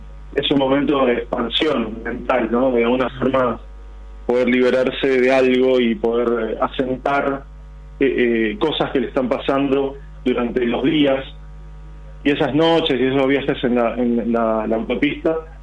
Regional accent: Haedo, Buenos Aires Province, Argentina; Yo soy del oeste, yo soy de Aedo.

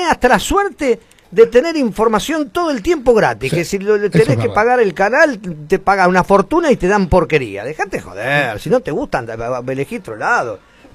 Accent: Argentina

